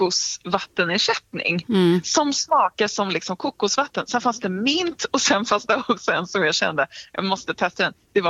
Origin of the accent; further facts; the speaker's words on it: Sweden; Alltså som svensk, vi hade ju liksom kunnat prata om det här året ut, tror jag.